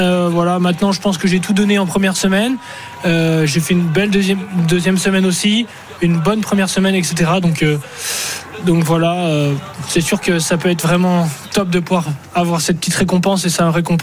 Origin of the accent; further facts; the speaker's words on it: France; En tant que Français sur les routes du Tour